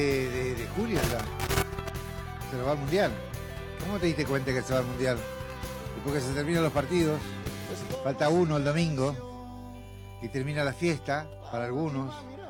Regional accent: Argentina

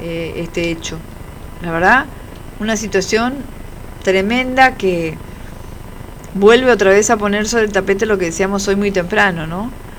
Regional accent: Argentina; así somos los argentinos

